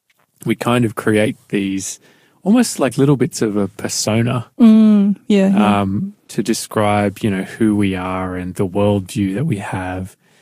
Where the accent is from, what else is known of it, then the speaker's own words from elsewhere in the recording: Australia; I know being an Australian, whenever you travel overseas, the instant you hear another Australian voice